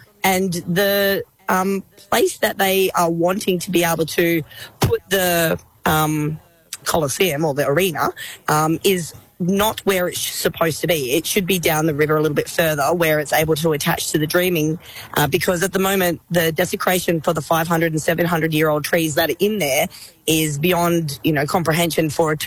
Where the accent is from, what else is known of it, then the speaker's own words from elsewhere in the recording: Kalgoorlie, Western Australia, Australia; also born or lived in Perth / Sydney; I was born on Gadigal country, taken back home to Kalgoorlie and into Perth, and grew up over those ways until I came over here recently about 9-10 years ago.